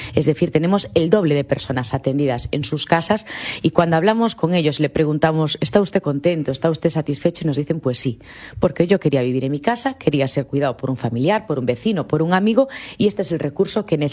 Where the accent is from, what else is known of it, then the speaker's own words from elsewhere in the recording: Galicia, Spain; Por cómo somos los gallegos